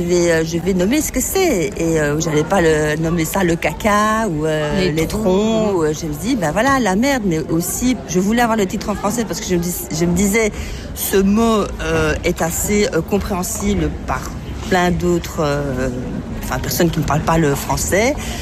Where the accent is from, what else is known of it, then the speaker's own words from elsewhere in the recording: Luxembourg; moved away as an adult; now in Brussels, Belgium; je suis une artiste multidisciplinaire luxembourgeoise. Donc je suis née à Bruxelles, mais j'ai grandi au Grand-Duché de Luxembourg. J'ai pris la nationalité luxembourgeoise parce que j'étais scolarisée là-bas. Et après, je suis revenue en Belgique pour faire mes études